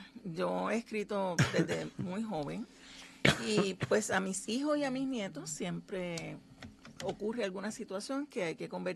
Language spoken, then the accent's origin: Spanish; Puerto Rico; Yo soy de Aguabuena y Aguabuena fue la parroquia de los Tres Santos Reyes, así que yo me crié con esa tradición.